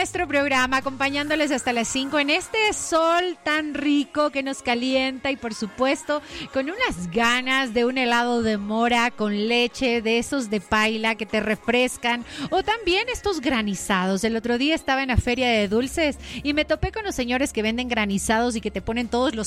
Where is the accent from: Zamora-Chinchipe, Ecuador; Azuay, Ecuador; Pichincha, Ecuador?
Pichincha, Ecuador; Quito